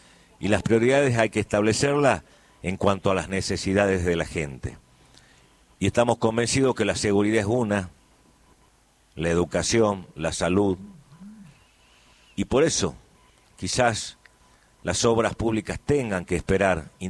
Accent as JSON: {"language": "Spanish", "country": "Argentina", "said": "los argentinos somos pasionales, los argentinos cuando queremos algo, luchamos por ese sueño"}